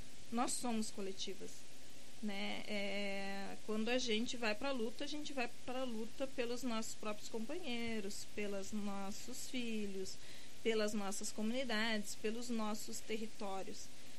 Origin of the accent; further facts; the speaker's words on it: Brazil; moved away; Eu sou da região da fronteira, sou da Lídia Ceguá.